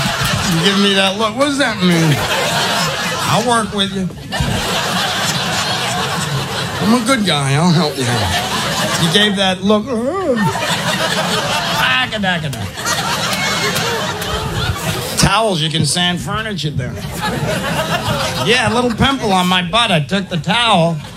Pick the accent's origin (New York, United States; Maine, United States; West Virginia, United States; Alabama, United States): New York, United States; I'm a New Yorker. I like to brace myself.